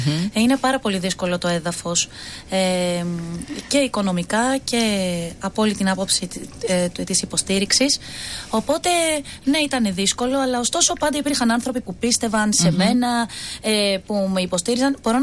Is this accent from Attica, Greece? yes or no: no; Thessaloniki, Central Macedonia, Greece; Είμαι από τη Θεσσαλονίκη.